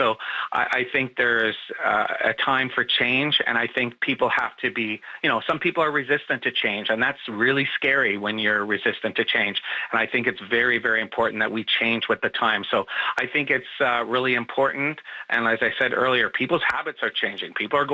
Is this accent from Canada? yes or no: yes; Winnipeg, Manitoba, Canada; now in Toronto, Canada; you know, I'm originally from Winnipeg, so I always look at Toronto as the major hub of everything, you know, progressive.